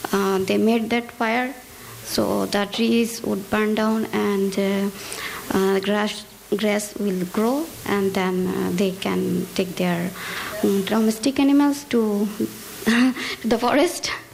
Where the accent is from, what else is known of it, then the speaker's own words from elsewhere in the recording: Bangladesh; French is a second language; now in Lourdes, France; je viens du Bangladesh. Je suis arrivé en France le 13 février 2026.